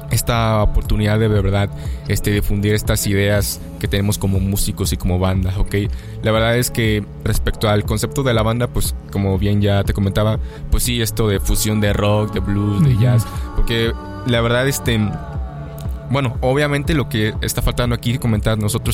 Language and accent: Spanish; San Andrés Tuxtla, Veracruz, Mexico; now in Xalapa, Mexico; pues yo pues, no soy de aquí, yo soy de San Andrés Tuxtla. Radico aquí pues yeah, ya desde hace unos años. Yo me vine a estudiar acá mi carrera.